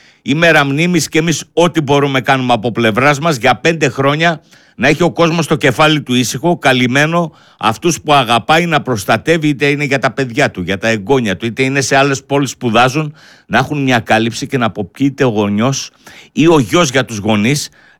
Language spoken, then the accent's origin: Greek; Thessaloniki, Central Macedonia, Greece; δεν λέω επειδή είμαι γέννημα θέρμα Θεσσαλονίκης, εγώ είμαι Μικρασιάτης.